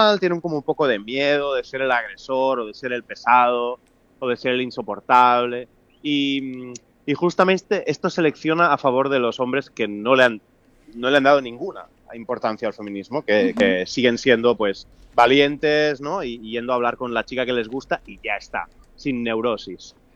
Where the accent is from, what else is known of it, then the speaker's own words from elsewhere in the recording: Catalonia, Spain; los de mi tierra